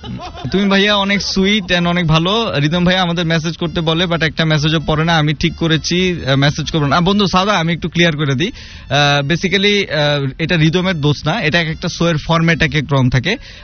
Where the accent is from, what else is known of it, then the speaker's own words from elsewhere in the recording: Dhaka, Dhaka Division, Bangladesh; accent: Old Dhaka dialect; আমি ভাই এই পুরান ঢাকার বাসায় এই যে কথা কইতেছি